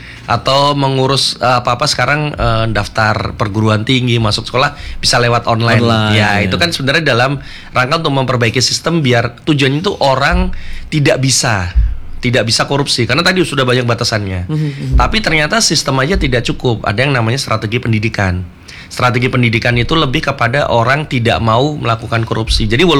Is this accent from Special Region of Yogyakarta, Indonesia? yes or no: yes; Yogyakarta, Special Region of Yogyakarta, Indonesia; Oh, saya asli Jogja.